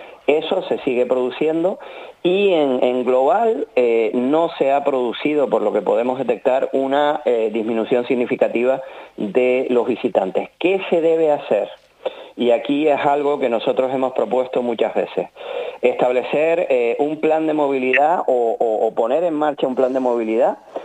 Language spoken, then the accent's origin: Spanish; Canary Islands, Spain; A mí como tinerfeño eso me avergüenza, porque el Teide es patrimonio de todos los canarios